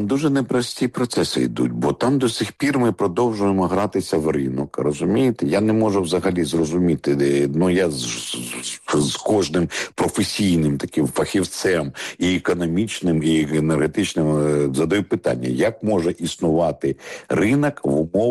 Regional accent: Vinnytsia, Vinnytsia Oblast, Ukraine; 200 кілометрів відійти від Києва в Вінниці, мирне місто, це моє рідне місто, я не хочу образити вінничан

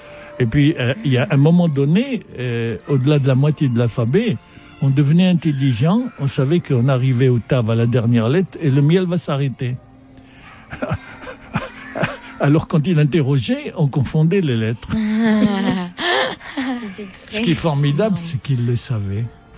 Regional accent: Morocco; Ah, je venais, bon, j'avais du Maroc, j'avais mon milieu au Maroc

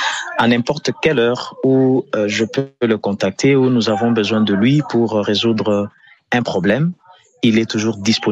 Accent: Mbuji-Mayi, Kasaï-Oriental, DR Congo; ici chez nous en Mbujimayi

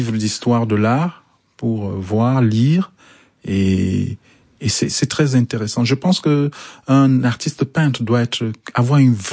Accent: Cameroon

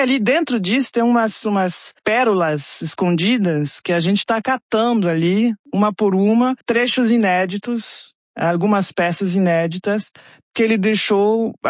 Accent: France; Mas eu cresci na França, então, claro, tinha essa convivência mais francesa, mas sempre essas raízes latino-americanas me chamando a atenção, a curiosidade de conhecer mais a Bolívia, né, o país materno

